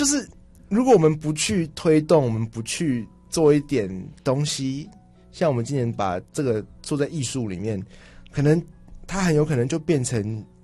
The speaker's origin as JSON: {"language": "Chinese", "country": "Taiwan", "moved": "yes", "said": "回来台湾越久"}